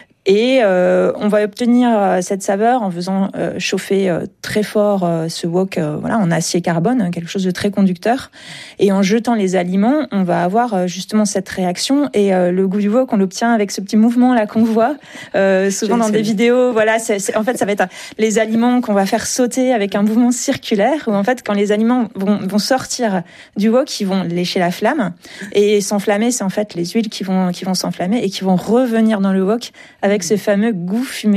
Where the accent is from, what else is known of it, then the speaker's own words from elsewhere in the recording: France; je suis française, hein, donc forcément, j'ai une culture culinaire française qui est familiale